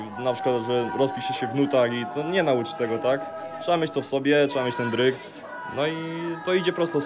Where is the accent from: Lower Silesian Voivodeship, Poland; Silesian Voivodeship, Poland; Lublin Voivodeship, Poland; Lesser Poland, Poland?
Lesser Poland, Poland; Stary Sącz; pochodzę ze Starego Sącza. Korzenie mam z Podhala, z Koniówki, pradziadek pochodził stamtąd. Siedzę w Starym Sączu.